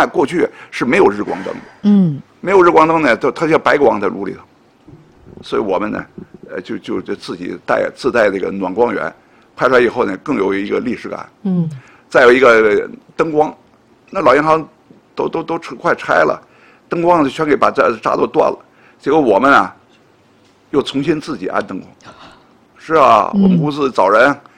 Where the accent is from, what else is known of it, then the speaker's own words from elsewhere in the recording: Beijing, China; 我是从胡同长大的，从小，我们看的都是青砖，是吧？那个黛瓦